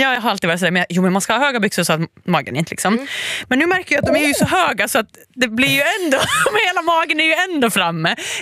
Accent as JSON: {"language": "Swedish", "country": "Åland Islands", "said": "Jag är ju Gen Z, men jag kommer från Åland, så då är man 20 år bakom."}